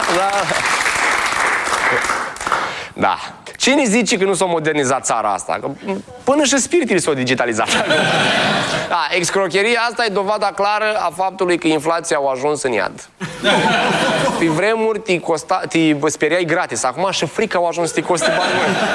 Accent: Moldavia, Romania; Scuze, sunt moldovean, am problemele astea.

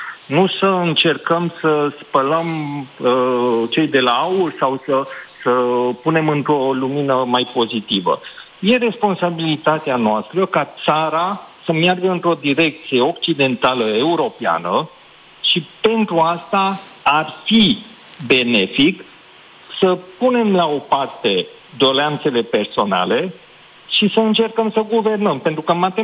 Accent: Satu Mare, Satu Mare County, Romania; eu sunt din Satu Mare

